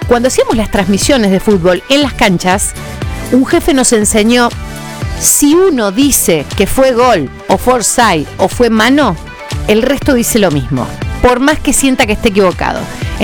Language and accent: Spanish; Argentina; como persona, como argentina, como mamá, como mujer de 50 años y como periodista deportiva